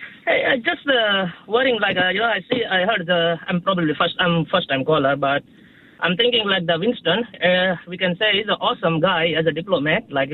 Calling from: New Zealand; as a Kiwi people

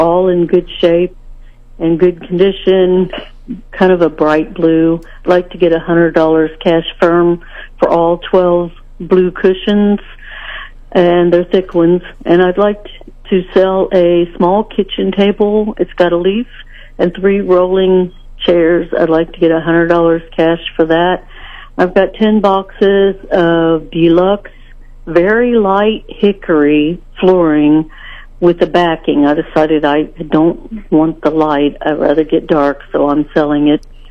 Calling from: Sedalia, Missouri, United States

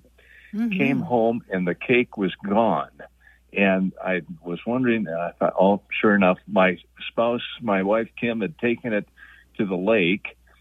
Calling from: Fargo, North Dakota, United States; up in Fargo, North Dakota. Frosty Fargo.

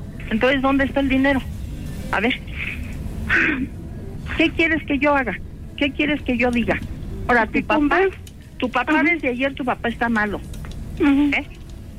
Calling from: Naucalpan, State of Mexico, Mexico; Yo vivo en Naucalpan

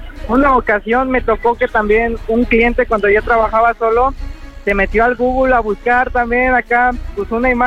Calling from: Xalapa, Veracruz, Mexico; yo soy de Jalapa. Yo trabajaba en Jalapa como empleado cortando cabello.

